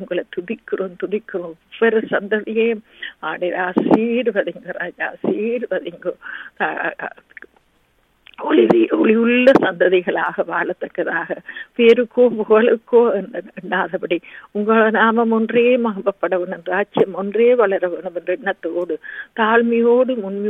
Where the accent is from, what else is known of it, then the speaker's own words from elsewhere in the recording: Sri Lanka; moved away; நாங்கள் பிறந்து வளர்ந்த இலங்கை தேசத்துக்காக நன்றி சொல்கிறோம் ராஜா.